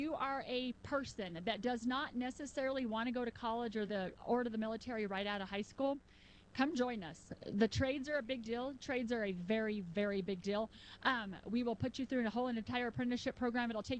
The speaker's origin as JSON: {"language": "English", "town": "Bloomfield", "region": "New Mexico", "country": "United States", "tie": "born or raised there", "also_born_or_lived": "Socorro, New Mexico", "said": "I am a New Mexico girl, Northwest New Mexico. I was born in Socorro. Technically, I grew up in Bloomfield my whole life. I've been in this area my entire 51 years."}